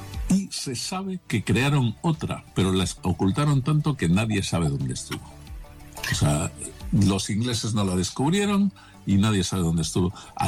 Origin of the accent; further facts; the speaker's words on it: Madrid, Community of Madrid, Spain; yo soy madrileño